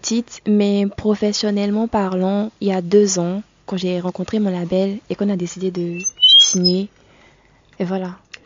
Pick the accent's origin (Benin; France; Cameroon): Benin; j'ai 23 ans, je suis béninoise